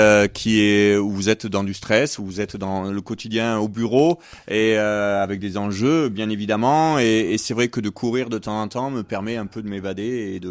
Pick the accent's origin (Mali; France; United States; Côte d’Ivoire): France; Laguiole, Occitanie; moved away as an adult; now in Lozère, France; Je suis originaire de l'Aïole et ça fait depuis 1993 que je suis en Lozère, que j'habite Lozère, en la Lozère. Du fait de mon travail, je suis venu en Lozère et j'y suis resté parce que c'est magnifique